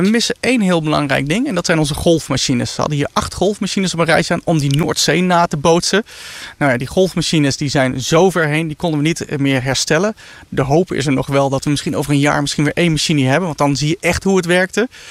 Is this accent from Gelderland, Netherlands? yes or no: yes; Arnhem, Gelderland, Netherlands; born there; Ik ben een geboren Arnhemmer. Ik kom uit Arnhem.